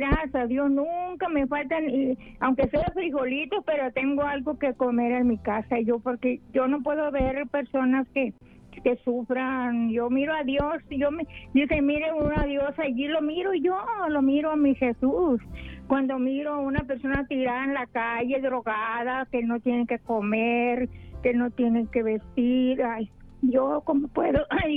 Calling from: California, United States; Brole, California.

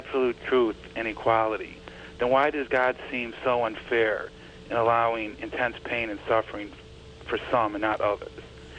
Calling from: Chicago, Illinois, United States

